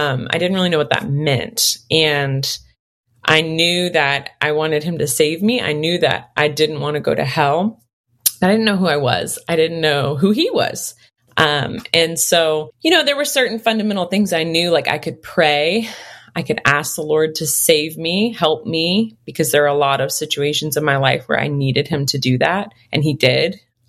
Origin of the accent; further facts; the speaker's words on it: Biloxi, Mississippi, United States; And I'm from Biloxi, Mississippi, which is like a coastal town in the South.